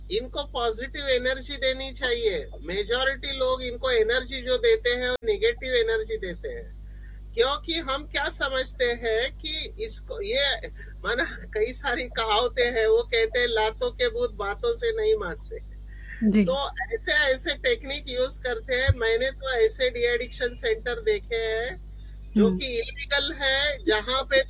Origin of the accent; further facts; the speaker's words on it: Maharashtra, India; now in Mumbai, India; हमारे महाराष्ट्र में, अभी मैं मुंबई से हूँ